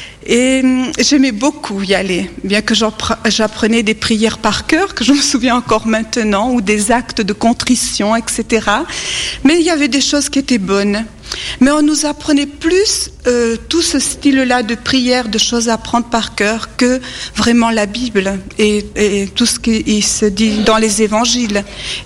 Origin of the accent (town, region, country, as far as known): France